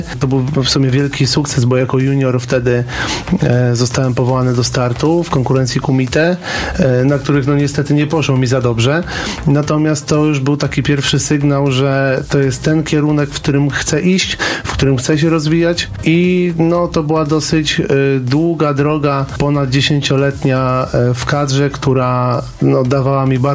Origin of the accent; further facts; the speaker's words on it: Zamość, Lublin Voivodeship, Poland; now in Płock, Poland; ponieważ jestem z Zamościa